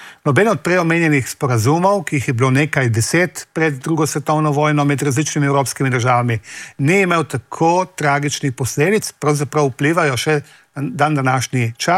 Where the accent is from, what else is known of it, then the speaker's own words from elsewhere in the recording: Slovenian Littoral, Slovenia; sam kot Primorec to posebej poudarjam